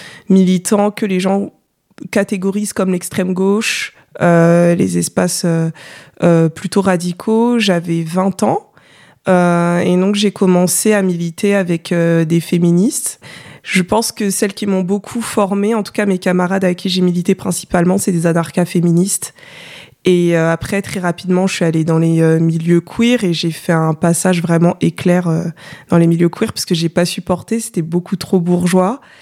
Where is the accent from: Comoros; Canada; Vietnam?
Comoros; Je suis une personne afrodescendante. Je suis comorienne, française aussi de nationalité, mais racialement, ouais, je suis une personne noire.